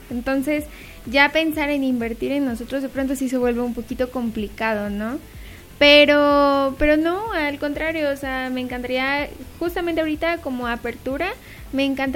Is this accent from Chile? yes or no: no; Mexico; la alimentación que ya de por sí traemos como mexicanos